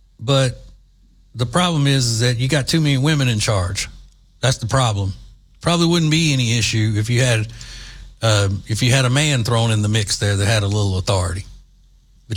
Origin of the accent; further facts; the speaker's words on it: Louisiana, United States; moved away; I am an LSU fan. I grew up in Louisiana, a.k.a. Louisiana.